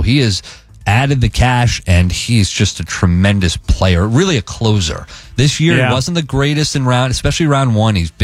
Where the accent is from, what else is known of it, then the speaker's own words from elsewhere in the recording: Sarasota, Florida, United States; if you live here as long as I've lived here my entire life growing up in Sarasota